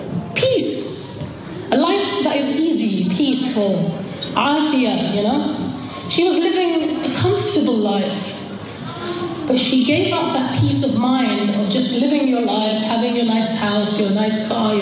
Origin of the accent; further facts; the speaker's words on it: London, United Kingdom; we grew up in Hackney.